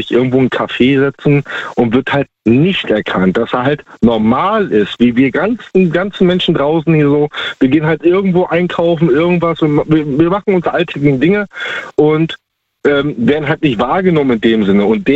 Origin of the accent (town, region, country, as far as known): Baltic coast, Germany